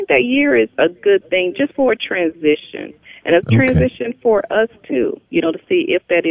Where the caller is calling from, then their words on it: Fayetteville, North Carolina, United States; I'm calling from Fayetteville, North Carolina.